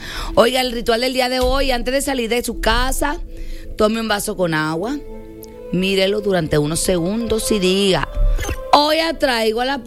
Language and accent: Spanish; Venezuela; mi oficina Reforma llamada Unelbo.